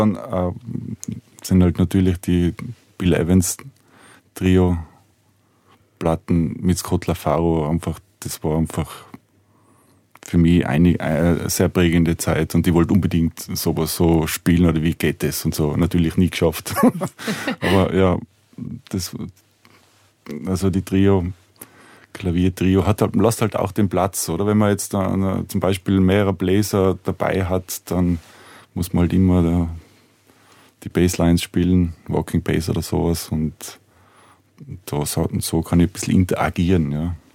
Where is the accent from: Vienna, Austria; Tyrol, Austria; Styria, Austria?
Tyrol, Austria; Natters; das ist so Hommage an meinen Heimatort Nutters, da gibt es einen kleinen See.